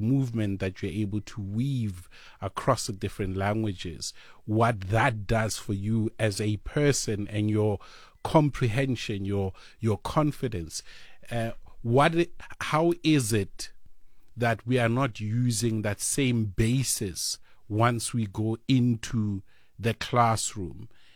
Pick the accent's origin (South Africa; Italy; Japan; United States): South Africa; as a South African for myself, speaking, multiple languages